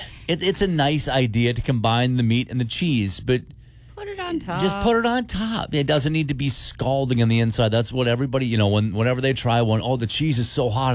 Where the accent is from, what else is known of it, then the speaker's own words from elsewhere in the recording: Minnesota, United States; Near my hometown that I had never been to, but near in the big metropolis of Farming, Minnesota.